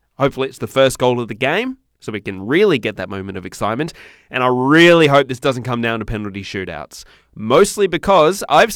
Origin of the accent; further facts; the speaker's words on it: Australia; As an Australian fan